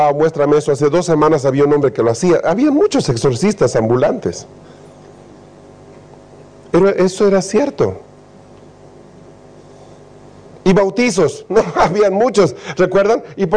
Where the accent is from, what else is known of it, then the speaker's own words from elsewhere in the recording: Chile; Porque desde que somos niños los chilenos, de alguna manera estamos asociados con la imagen a través del catolicismo o del evangelismo de Jesús.